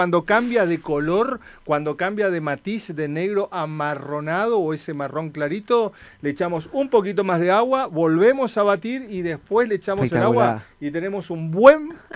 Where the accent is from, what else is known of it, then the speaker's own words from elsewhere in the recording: Misiones, Argentina; moved away; en Misiones, lugar de donde yo vengo